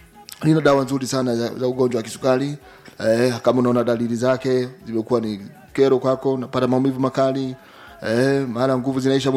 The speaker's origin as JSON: {"language": "Swahili", "town": "Bariadi", "region": "Simiyu", "country": "Tanzania", "moved": "yes", "lives_now": "Iringa, Tanzania", "said": "Nimetokea Bariadi mkoani Simiyu. Lakini kwa sasa niko hapa Iringa."}